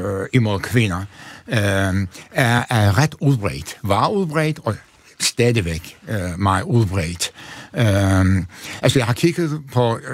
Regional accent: Antalya, Turkey; Danish is a second language; now in Denmark; Altså, jeg kommer fra en sådan en den overmiddelklasse familie. Altså, min far var apoteker, tjente mange penge i den lille by Antalya, som er kæmpestor turistby.

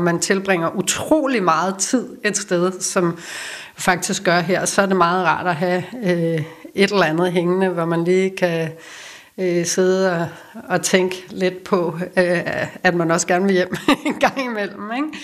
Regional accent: Stevns, Zealand, Denmark; Så det er jo både noget med mine ordførerskaber, men også noget med, hvor jeg kommer fra.

